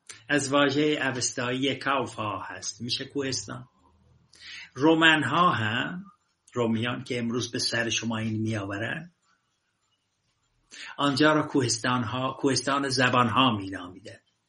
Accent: Iran; من نخستین ایرانی هستم یا تنها ایرانی هستم که سرلشکر گوهر دوده را دیدم.

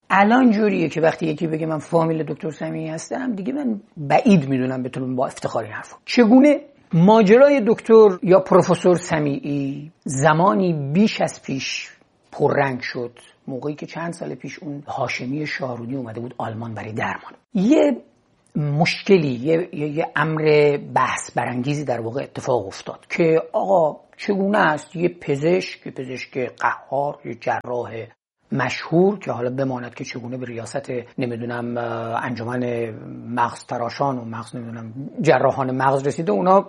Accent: Gilan, Iran; من به عنوان یک گیلانی چشم باز کردم

